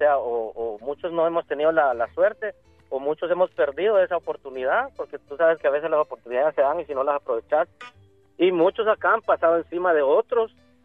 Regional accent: Guatemala; now in United States; Y yo siendo guatemalteco

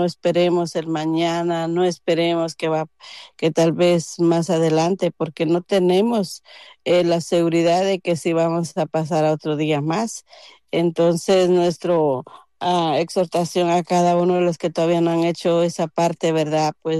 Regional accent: Guatemala; moved away; el área donde nosotros venimos de Guatemala

